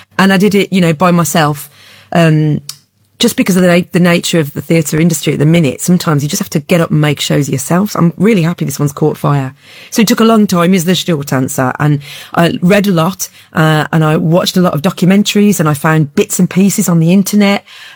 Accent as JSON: {"language": "English", "town": "Birmingham", "region": "West Midlands", "country": "United Kingdom", "said": "Probably I'm from an Irish family. I'm Birmingham Irish, right? So yeah, half of my family are Irish."}